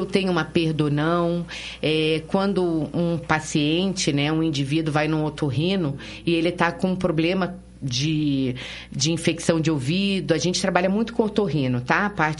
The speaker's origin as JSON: {"language": "Portuguese", "region": "Rio de Janeiro", "country": "Brazil", "tie": "born there", "moved": "as an adult", "lives_now": "Curitiba, Brazil", "said": "Sou carioca, nasci lá, mas estou morando aqui há 30 anos."}